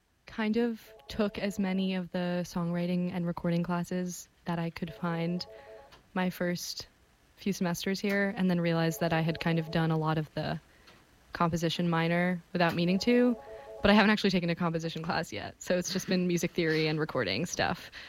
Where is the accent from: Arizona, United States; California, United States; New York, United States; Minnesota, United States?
New York, United States; I'm from New York. I grew up in Washington Heights.